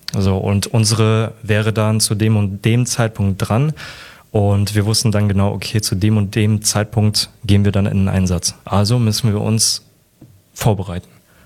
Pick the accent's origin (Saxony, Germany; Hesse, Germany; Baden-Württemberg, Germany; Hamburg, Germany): Hesse, Germany; Frankfurt; Ich meine, ich komme aus Frankfurt und wir haben hier keine Berge.